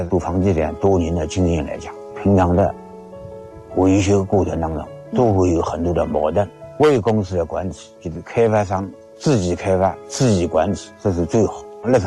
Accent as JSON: {"language": "Chinese", "town": "Yangzhou", "region": "Jiangsu", "country": "China", "tie": "born or raised there", "moved": "yes", "lives_now": "Baokang, China", "said": "我老家是江苏扬州的"}